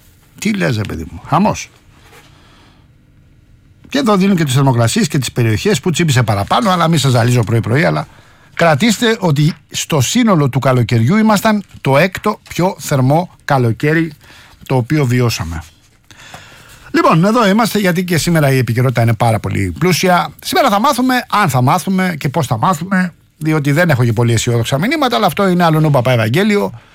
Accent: Rafina, Attica, Greece; Εκεί στην πατρίδα μου, στη Ραφίνα, γιορτάζει η Παντοβασίλισσα.

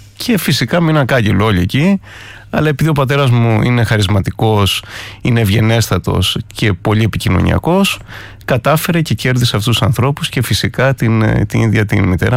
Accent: Greece; also born or lived in France; Γεννήθηκα στην Ελλάδα, αλλά πηγαίνω ερχόμαστε πολλά χρόνια στη Γαλλία.

